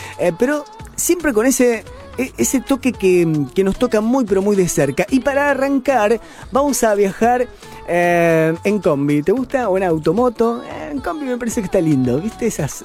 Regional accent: Argentina; Yo creo que los argentinos somos uruguayos y los uruguayos son argentinos, y no se rompe nada.

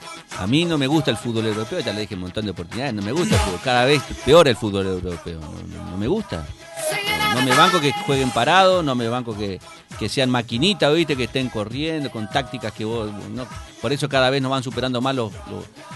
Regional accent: Argentina; lo que nosotros como argentinos vivimos todos los días.

